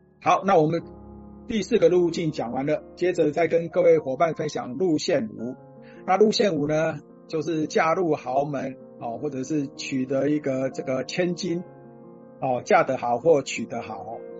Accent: Taiwan

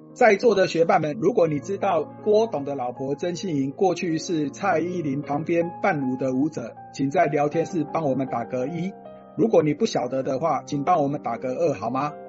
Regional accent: Taiwan

